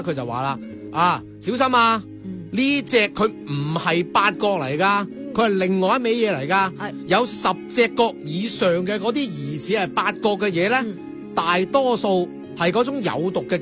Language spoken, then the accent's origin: Cantonese; Guangdong, China; 即系叫做话横向类比翻我哋老广，